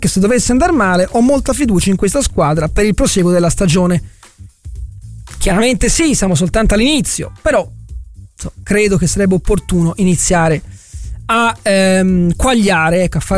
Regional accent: Florence, Tuscany, Italy; accent: Florentine; completamente diverso dal nostro fiorentino

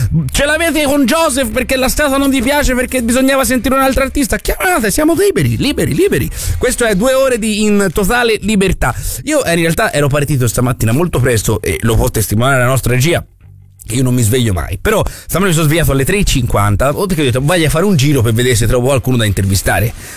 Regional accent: Campi Bisenzio, Tuscany, Italy; Io tifo Fiorentina perché sono di Campi Bisenzio

